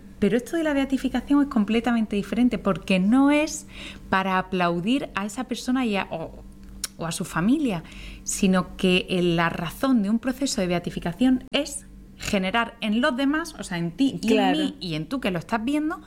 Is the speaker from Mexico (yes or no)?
no; Spain; moved away as an adult; now in Argentina; soy una chica española de 33 años a la puerta de los 34, que me quedan unas semanitas